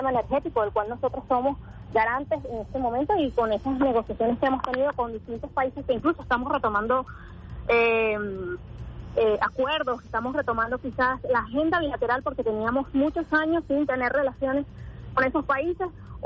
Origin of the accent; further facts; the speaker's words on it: Venezuela; como joven, como venezolana y como internacionalista también